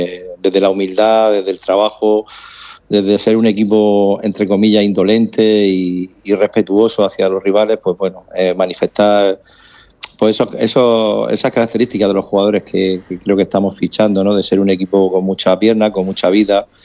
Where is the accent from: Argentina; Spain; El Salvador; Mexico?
Spain; disfrutamos como españoles que somos de ese gran logro, ¿no?